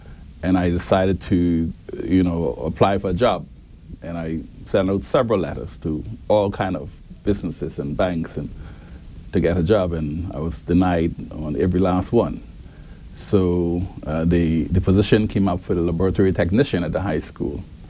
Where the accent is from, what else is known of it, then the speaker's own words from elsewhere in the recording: Cockburn Town, Grand Turk, Turks & Caicos Islands; born there; also born or lived in Providenciales; I lived right down the road right here. On Good Street, I grew up on Good Street. I was welcomed by my Good Street community. They actually calling me … because that's where they know me from.